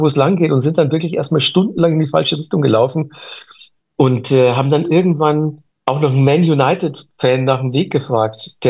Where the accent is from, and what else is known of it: Manching, Bavaria, Germany; born or raised there